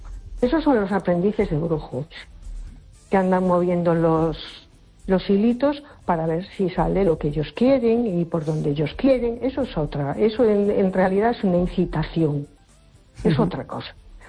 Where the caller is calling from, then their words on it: A Coruña, Galicia, Spain; de Coruña.